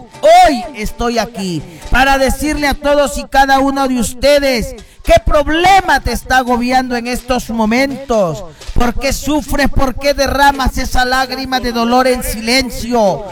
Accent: Chiclayo, Lambayeque, Peru

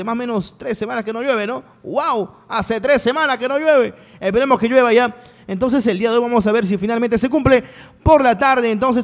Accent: Peruvian Amazon, Peru; ¿cuántas personas de la sierra también deben decir que los selváticos somos malos?

